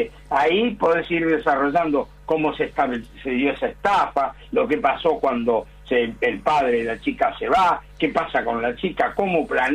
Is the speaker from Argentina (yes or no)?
yes; Buenos Aires, Argentina; born there; Y yo nací en La Boca, así que conozco el barrio bien.